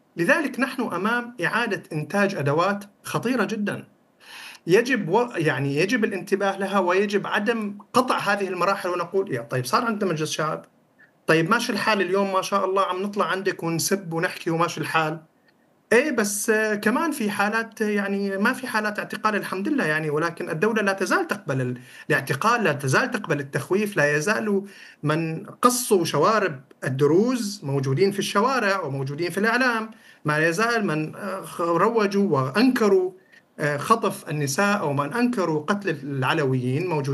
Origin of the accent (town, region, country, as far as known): Syria